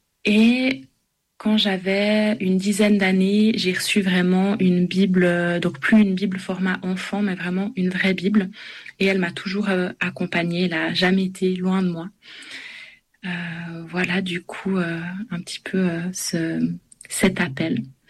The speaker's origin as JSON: {"language": "French", "country": "Switzerland", "tie": "born there", "said": "Quand j'étais enfant, j'ai été à l'éveil à la foi, et puis après j'ai suivi le parcours un peu typique en Suisse, en tout cas, avec le catéchisme et tous les sacrements."}